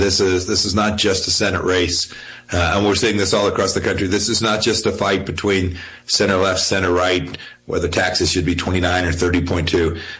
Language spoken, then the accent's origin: English; Kansas, United States; I'm from Kansas